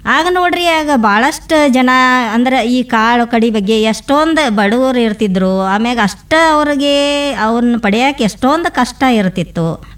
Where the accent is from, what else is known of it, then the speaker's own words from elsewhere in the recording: Ramdurg, Karnataka, India; now in Sulebhavi, India; ನಮ್ಮೂರು ರಾಮದುರ್ಗ, ನನ್ನ ಹುಟ್ಟೂರು ರಾಮದುರ್ಗ ಅಂತೇಳಿ ಹೆಮ್ಮೆಯಿಂದ ಹೇಳ್ತೀನಿ ನಾನು.